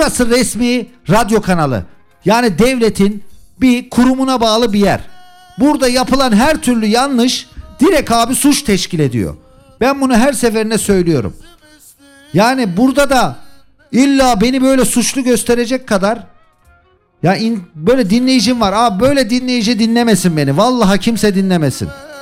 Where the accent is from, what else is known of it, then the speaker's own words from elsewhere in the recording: Kırıkkale, Turkey; Ben Kırıkkaleliyim. Ben bildiğiniz bir memur çocuğuyum.